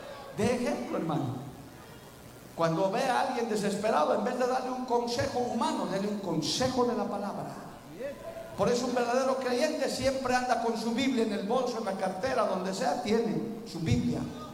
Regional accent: Bolivia

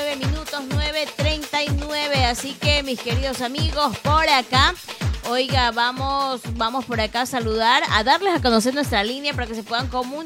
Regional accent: Ecuador; los ecuatorianos tenemos unas costumbres que nunca fallan

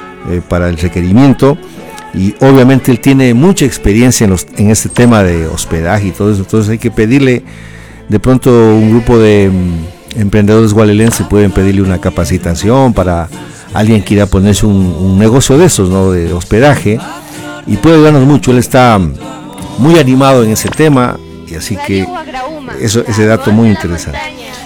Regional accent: Gualaceo, Azuay, Ecuador; O sea, cuando nos reunimos gualelenses en Quito, en Guayaquil, en cualquier parte del país, dos, tres gualelenses, y lo primero que hablamos es, como decía el finado no sé cuánto

